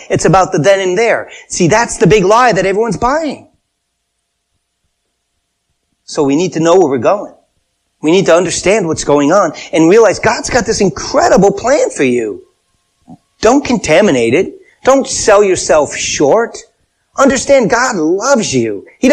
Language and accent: English; Wilbraham, Massachusetts, United States; where I grew up in Wilbraham, upstream from where I was, because I grew up along this river